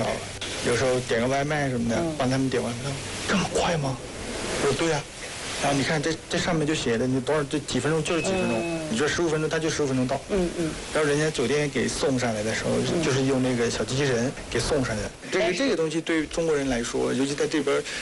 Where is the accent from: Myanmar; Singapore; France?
Myanmar; Chinese is a second language; 这种的话，我们缅甸人看着就会感觉哇，这个很好。